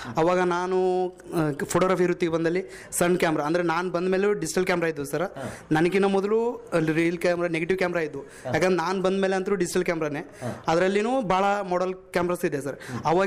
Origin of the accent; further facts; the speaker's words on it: Raichur, Karnataka, India; also born or lived in Sangavara, Shahapur taluk, Yadgir district; ನಾವು ನಮ್ಮ ತಂದೆಯವರು ನಾನು ಚಿಕ್ಕವನಿದ್ದಾಗೆ ಬಂದು ಇಲ್ಲಿ ರಾಯಚೂರಲ್ಲಿ ಬಂದು ಒಂದು ಕೂಲಿ ಕೆಲಸಗಳನ್ನು ಮಾಡ್ತಿದ್ರು.